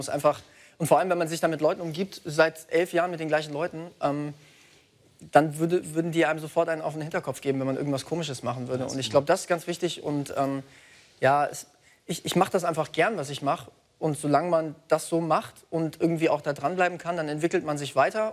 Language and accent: German; Hesse, Germany; Ich komme aus Mittelhessen.